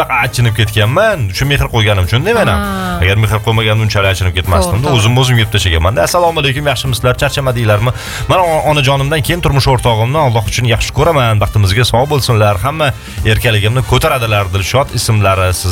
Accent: Tajikistan; Boshlovchilar, men Tojikistondanman.

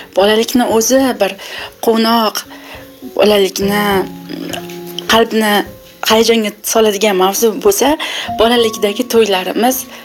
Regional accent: Kashkadarya Region, Uzbekistan; Qashqadaryoda ikki qozon osh bo'lardi bolaligimizda.

